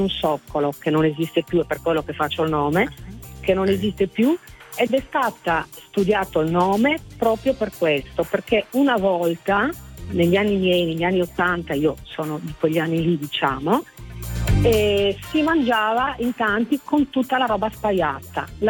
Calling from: Verona, Veneto, Italy; io a Verona, sono di Verona

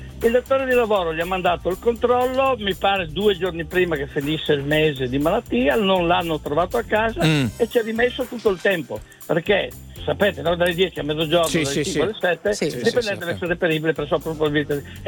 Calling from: Friuli-Venezia Giulia, Italy; Dalla provincia di Pordenone.

